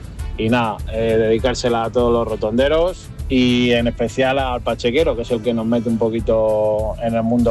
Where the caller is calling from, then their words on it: Fuensalida, Castilla-La Mancha, Spain; de Fuensalida.